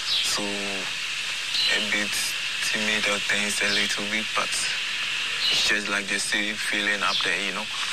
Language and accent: English; Ghana; as a Ghanaian, as a nation, they're expecting the boys to, you know, to do well.